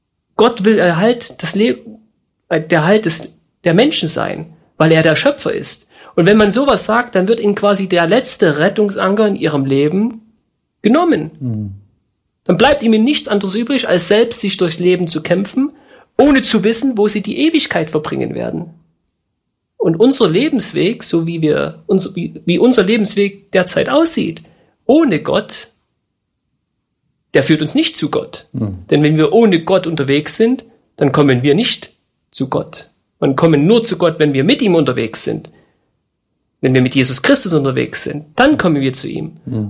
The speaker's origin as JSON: {"language": "German", "region": "East Germany", "country": "Germany", "tie": "born there", "said": "Und ich bin ja ein gebürtiger Ostdeutscher."}